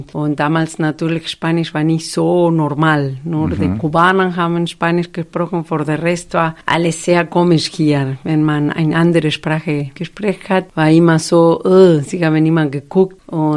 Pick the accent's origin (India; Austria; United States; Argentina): Argentina; German is a second language; now in Germany; ich komme aus Argentinien